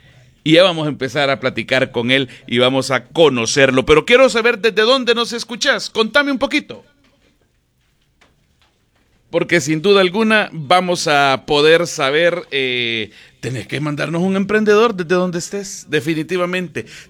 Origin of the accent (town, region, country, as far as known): Honduras